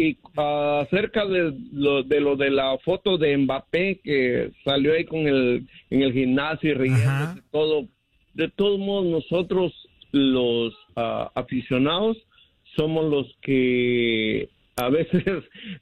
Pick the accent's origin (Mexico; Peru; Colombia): Mexico; Mexico City; Y como en realidad, pues la mayoría de los que somos del DF, pues somos morenos, ¿sí me entiendes?